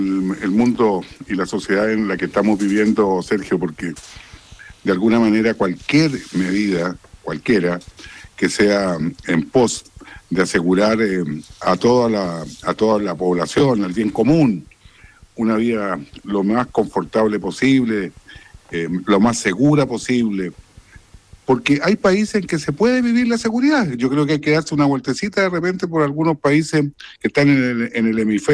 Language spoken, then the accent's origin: Spanish; Chile; ¿por qué no podemos en Chile funcionar así?